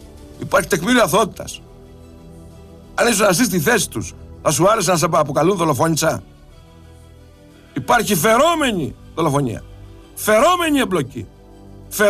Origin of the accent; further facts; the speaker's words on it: Greece; Ντρέπομαι που είμαι Έλληνας τηλεθεατής